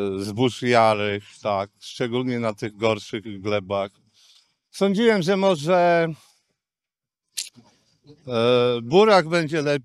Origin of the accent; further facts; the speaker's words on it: Brześć Kujawski, Kuyavian-Pomeranian Voivodeship, Poland; born there; urodziłem się w Brzeszczu Kujawskim i trzeciego dnia dałem mamie znać, że wracamy na wieś, czyli do Guźlina.